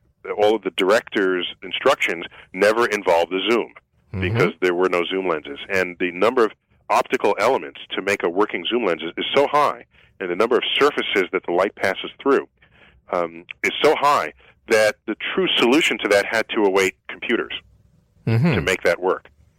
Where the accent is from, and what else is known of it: New York City, New York, United States; born or raised there